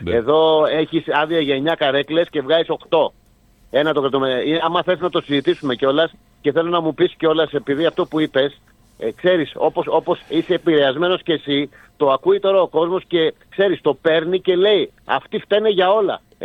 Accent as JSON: {"language": "Greek", "country": "Greece", "said": "επειδή είμαστε Έλληνες"}